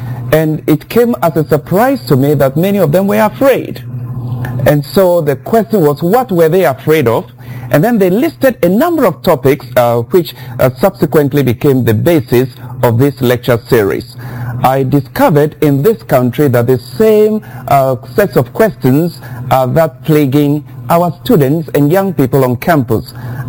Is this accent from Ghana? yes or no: yes; Ghana; now in United States; You can tell from my accent already I'm not an American. I'm from Ghana, West Africa, but I'm currently based in the United States.